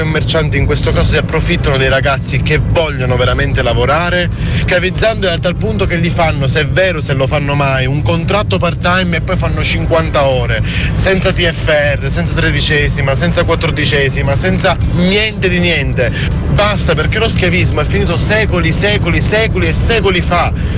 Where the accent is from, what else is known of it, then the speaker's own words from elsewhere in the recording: Noto, Sicily, Italy; 30 anni e vengo da Noto, in provincia di Siracusa.